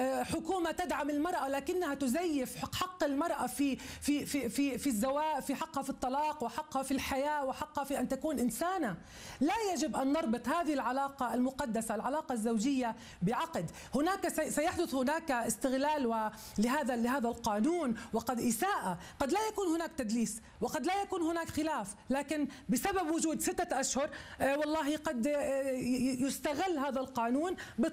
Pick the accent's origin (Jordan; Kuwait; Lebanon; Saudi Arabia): Jordan; أنا امرأة أردنية متزوجة